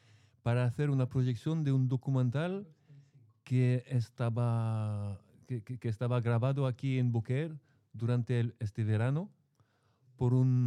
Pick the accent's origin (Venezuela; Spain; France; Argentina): France; Marseille, Provence-Alpes-Côte d'Azur; Spanish is a second language; Porque yo personalmente, yo vengo de Marsella y antes de venir aquí en Boquer yo no sabía nada de la situación de los trabajadores aquí.